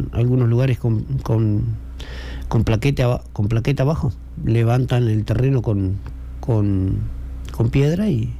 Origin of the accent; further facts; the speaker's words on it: Achar, Tacuarembó, Uruguay; Yo, como vengo de Achar